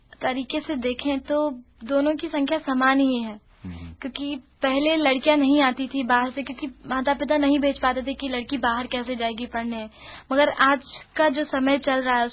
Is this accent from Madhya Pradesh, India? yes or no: yes; Indore, Madhya Pradesh, India; born there; संतोष जी, इंदौर में ही मेरा जन्म हुआ है